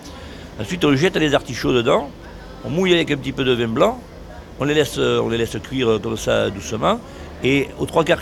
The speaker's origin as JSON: {"language": "French", "region": "Provence-Alpes-Côte d'Azur", "country": "France", "said": "Vous savez, ici, chez nous, en Provence, on travaille beaucoup avec l'huile d'olive et le vinaigre."}